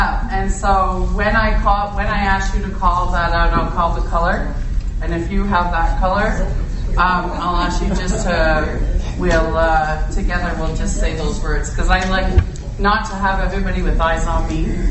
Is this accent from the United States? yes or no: no; Toronto, Ontario, Canada; moved away as an adult; now in Ganadagai (Ontario), Canada; I was born and raised in Toronto. Right in old Cabbage Town, right downtown, a really historical part of Toronto. I loved it, born and raised there, left when I was 22.